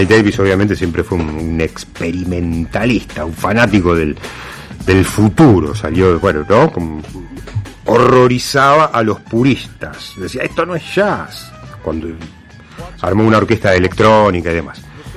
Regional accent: Argentina; porque por sobre todas las cosas somos argentinos, porque por sobre todas las cosas estamos en la República Argentina

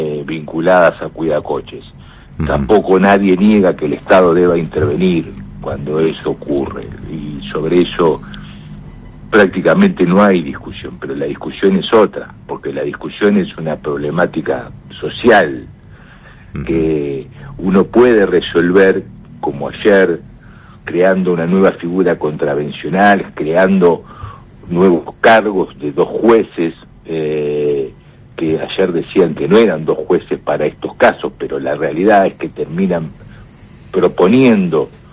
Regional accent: Rafaela, Santa Fe, Argentina; yo vengo de Rafaela, trabajé mucho tiempo en la municipalidad de Rafaela.

